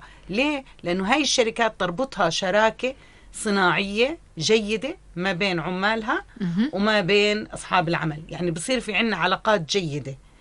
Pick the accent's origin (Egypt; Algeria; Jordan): Jordan; عندنا بالأردن